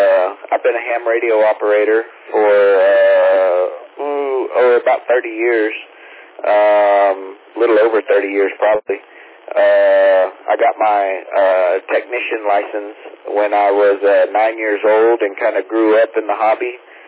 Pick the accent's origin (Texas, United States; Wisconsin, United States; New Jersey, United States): Texas, United States; knowing I'm from Texas